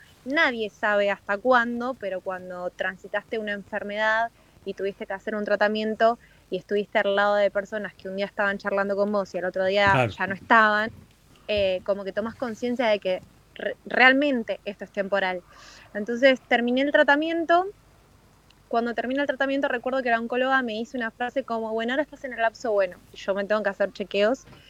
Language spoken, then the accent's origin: Spanish; Verónica, Buenos Aires Province, Argentina; moved away as an adult; also born or lived in La Plata; yo soy de un pueblo que se llama Verónica, en la provincia de Buenos Aires.